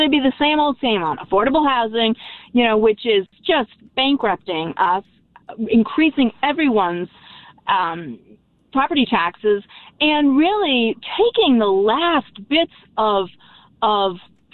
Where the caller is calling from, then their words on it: Barrington, Rhode Island, United States; I'm from Barrington.